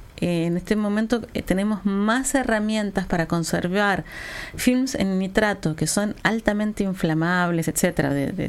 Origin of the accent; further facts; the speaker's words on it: Argentina; soy argentino.